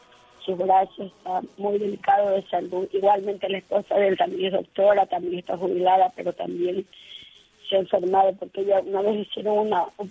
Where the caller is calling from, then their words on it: Puerto Viejo, Manabí, Ecuador; De Puerto Viejo, provincia de Manabí.